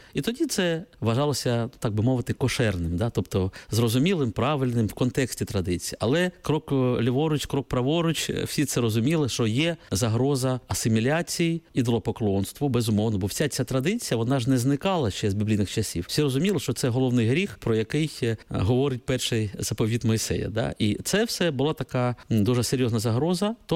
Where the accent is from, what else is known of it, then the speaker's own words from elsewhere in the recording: Kharkiv, Kharkiv Oblast, Ukraine; Оскільки я сам з Харкова, то я я можу це в паралелі відслідкувати.